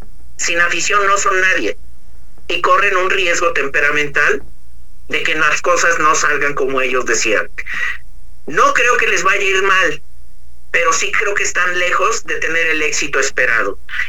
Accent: Mexico City, Mexico; Como mexicano y más aún como capitalino, me siento orgulloso

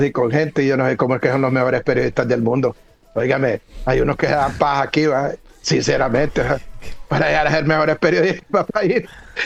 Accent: Honduras; Digo marcamos porque soy hondureño.

